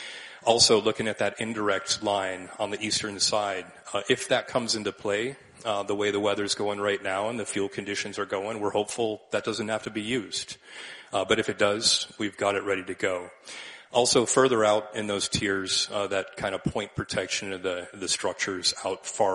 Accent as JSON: {"language": "English", "region": "Illinois", "country": "United States", "tie": "born or raised there", "also_born_or_lived": "Alaska", "said": "Although I'm from Alaska, I just wanted to share with y'all, I did grow up in northern Illinois."}